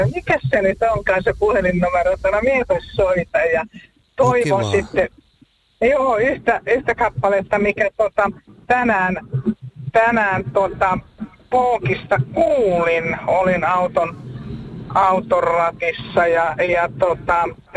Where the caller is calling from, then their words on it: Kotka, Kymenlaakso, Finland; nyt posket punaisena ja reippaana ajellaan takaisin Kotkaan.